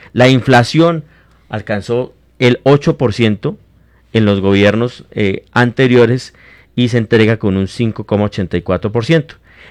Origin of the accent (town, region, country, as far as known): Colombia